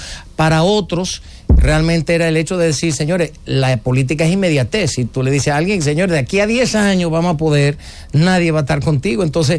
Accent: Dominican Republic; a mí me criaron como un dominicano de pura cepa y yo siempre me identifiqué más como dominicano que cualquier otra ciudadanía.

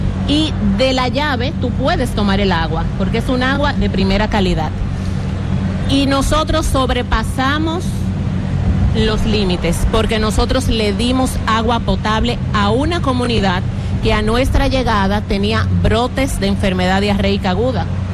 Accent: Dominican Republic; podemos estar todos como dominicanos muy orgullosos

